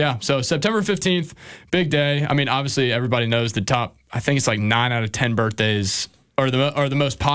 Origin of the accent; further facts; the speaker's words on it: East Coast, United States; now in Texas, United States; I'm from the East Coast